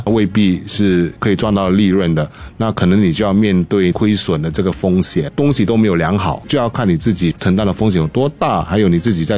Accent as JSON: {"language": "Chinese", "country": "Singapore", "said": "我们新加坡人"}